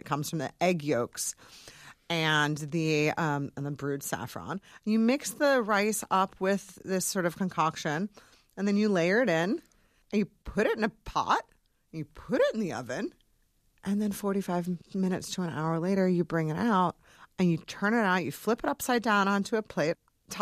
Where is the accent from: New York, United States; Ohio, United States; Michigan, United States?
Michigan, United States; I love Michigan, so thank you so much for having me. This is home